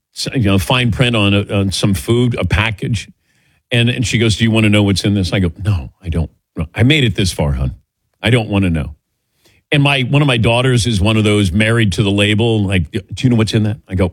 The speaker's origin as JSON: {"language": "English", "region": "Midwest", "country": "United States", "tie": "born or raised there", "moved": "yes", "lives_now": "New York, United States", "said": "That's what I grew up in the Midwest."}